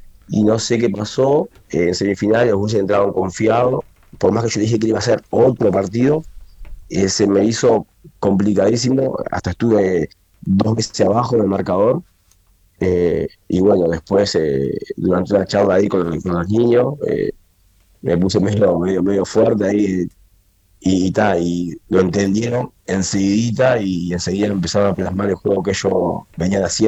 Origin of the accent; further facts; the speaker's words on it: Uruguay; fuimos 8 de acá de Uruguay.